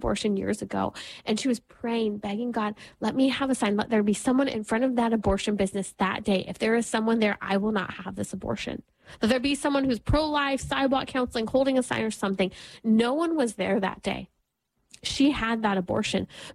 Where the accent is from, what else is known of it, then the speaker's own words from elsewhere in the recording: California, United States; especially my home state of California